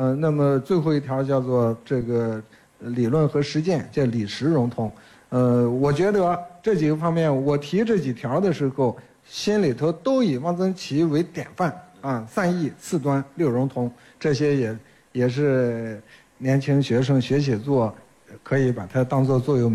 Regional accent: Beijing, China

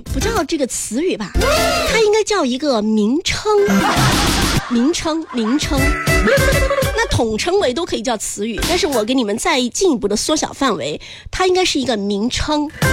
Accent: Meishan, Sichuan, China; now in Huizhou, China; 因为我的家乡就是在四川眉山。

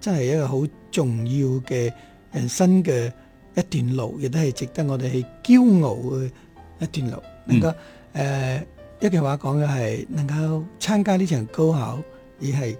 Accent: Guangdong, China; 我哋广东人

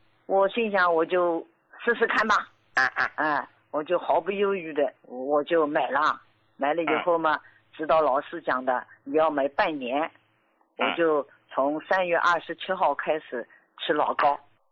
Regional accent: Jiangsu, China; 我今年73岁，我是江苏的。

